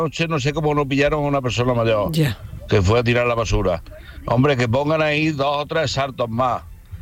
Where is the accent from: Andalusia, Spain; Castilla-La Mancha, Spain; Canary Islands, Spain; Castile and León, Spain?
Castilla-La Mancha, Spain; La Roda; Mira, yo soy de aquí de La Roda.